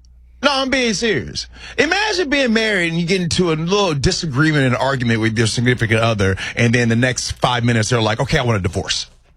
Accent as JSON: {"language": "English", "town": "Chicago", "region": "Illinois", "country": "United States", "tie": "born or raised there", "said": "Now, I'm born and raised on the South Side. I was always a Cubs fan because my dad took me to Cubs games."}